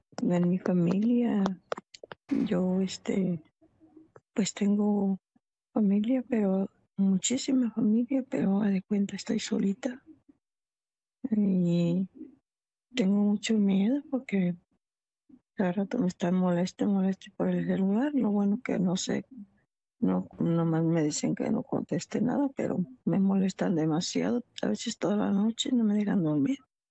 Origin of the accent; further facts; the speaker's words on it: Michoacán, Mexico; soy de Michoacán.